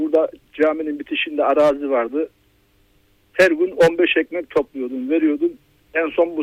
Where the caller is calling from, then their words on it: Istanbul, Turkey; İstanbul'dan